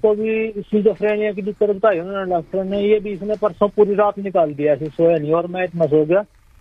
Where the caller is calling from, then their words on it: Kukaniya, Haryana, India; हरियाणा से बोल रहा हूँ मैं, गांव कुकनिया है, डिस्ट्रिक्ट करनाल है जी।